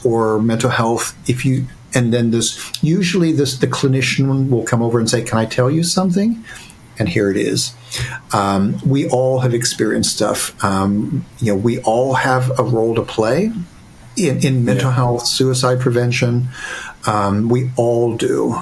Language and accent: English; Ohio, United States; I don't wear plaid, but just because I come from Ohio, there's always this assumption.